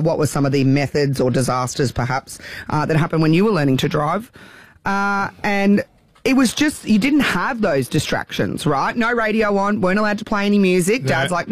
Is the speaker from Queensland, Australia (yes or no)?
yes; Mullaney, Queensland, Australia; I grew up 100 acres in Mullaney, in a Land Cruiser, old ute, manual